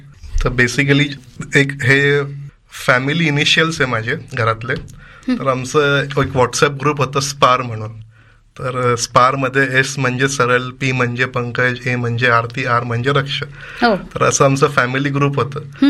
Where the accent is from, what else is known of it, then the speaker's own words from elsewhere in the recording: Jalgaon, Maharashtra, India; माझं बालपण म्हणजे born and brought up in Jalgaon only.